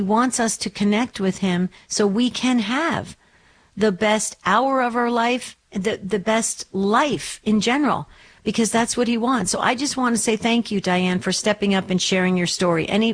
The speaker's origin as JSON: {"language": "English", "region": "New Jersey", "country": "United States", "tie": "born or raised there", "said": "Northern New Jersey, that's where I'm from. You can't take the Jersey out of the girl, I'll tell you that."}